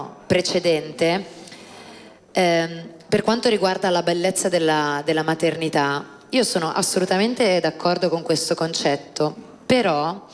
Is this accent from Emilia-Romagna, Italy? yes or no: no; Milan, Lombardy, Italy; Io sono milanese e vivo in un quartiere centrale